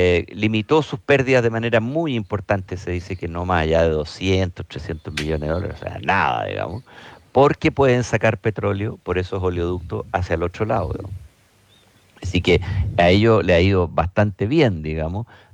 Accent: Chile; como chilenos, como consumidores.

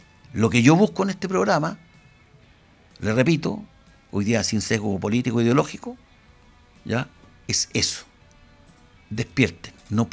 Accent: Chile; El chileno, yo creo que, por lo menos los que estamos acá, yo me declaro patriota.

